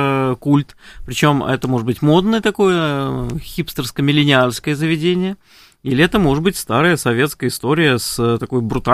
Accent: Moscow, Russia; Ну, про Питер, честно говоря, просто не помню, все-таки я москвич

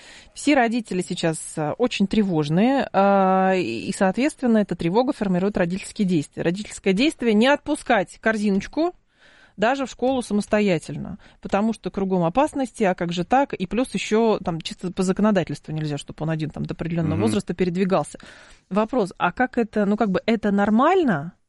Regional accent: Lyubertsy, Moscow Oblast, Russia; Я из Люберец, я вообще

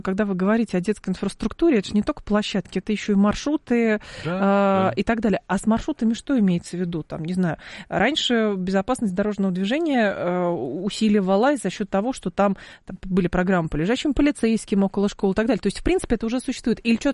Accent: Lyubertsy, Moscow Oblast, Russia; Я же из Люберец.

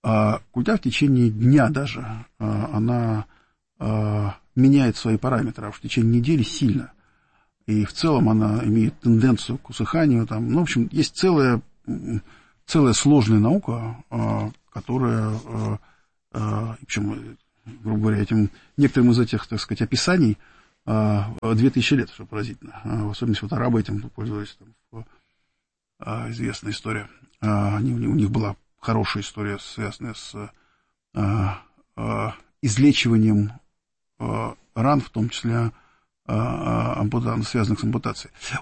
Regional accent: Abramtsevo, Moscow Oblast, Russia; одно из моих тяжелейших воспоминаний детства было то, что у нас на даче, где мы выросли, была в Абрамцево, и мы довольно часто ездили тогдашний Загорск.

